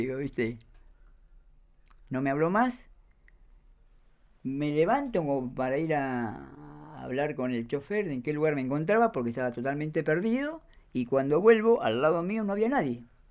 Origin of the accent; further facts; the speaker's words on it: Buenos Aires, Argentina; Yo vengo de Buenos Aires, mi papá, mis padres eran paraguayos